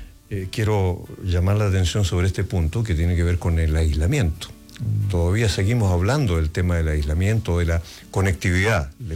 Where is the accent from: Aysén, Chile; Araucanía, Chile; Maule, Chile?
Aysén, Chile; Coyhaique; Y después estuve internado en Puerto Aysén, en el liceo. Y después regresé a Coyhaique, a mi pueblo, y aquí terminé mis estudios secundarios.